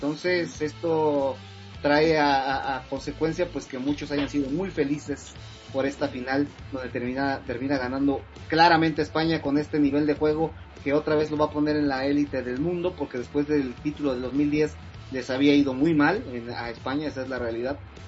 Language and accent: Spanish; Mexico; por supuesto que la mayoría de los mexicanos nos da lo mismo Argentina